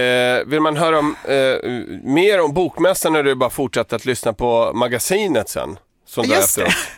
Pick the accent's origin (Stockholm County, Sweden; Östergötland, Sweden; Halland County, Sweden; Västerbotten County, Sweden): Stockholm County, Sweden; Stockholm; Jag är från Akalla, från förorten.